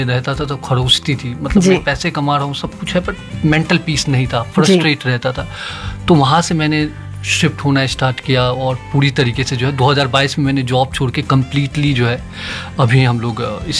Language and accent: Hindi; Bihar, India; now in Delhi, India; मैं बिहार से बिलोंग करता हूँ, मैं जब दिल्ली आया